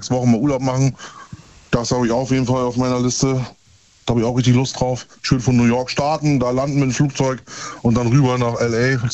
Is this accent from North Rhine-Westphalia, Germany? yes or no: no; Görlitz, Saxony, Germany; Und meine Heimat in Görlitz in Sachsen, in der östlichen Stadt Deutschlands